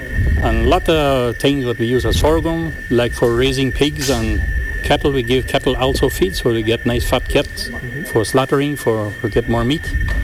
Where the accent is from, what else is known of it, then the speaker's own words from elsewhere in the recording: Belize; The Bolivians was here before, you know. But we are from Belize, we are the first groups.